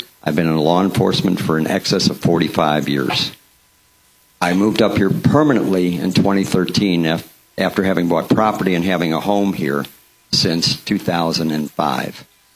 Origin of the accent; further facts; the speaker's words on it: Chicago, Illinois, United States; moved away as an adult; also born or lived in Oklahoma / South Florida; now in Flagler County, United States; I'm running for Flagler County Commission, District 2. I was born and raised in Chicago, worked in Oklahoma for 5 years, came back to Illinois for a while